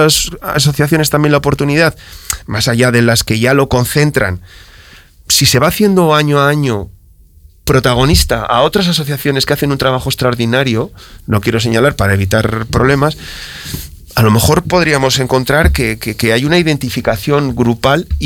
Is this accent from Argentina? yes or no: no; Spain